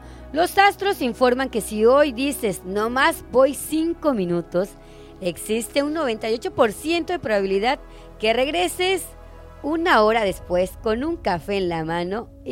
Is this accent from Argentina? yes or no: no; Mexico; esto no nos quita decir, sabes que ya no somos mexicanos. Al contrario, así somos.